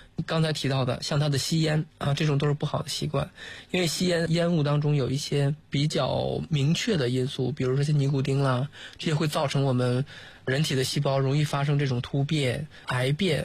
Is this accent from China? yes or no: yes; China; 我们中国人